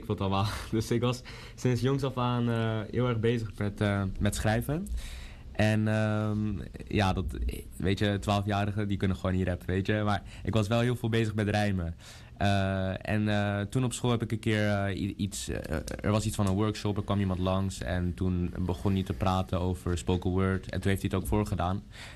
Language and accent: Dutch; North Holland, Netherlands; Ik kom uit Noord-Holland, dus ik speelde dan tegen de mensen uit Noord-Holland.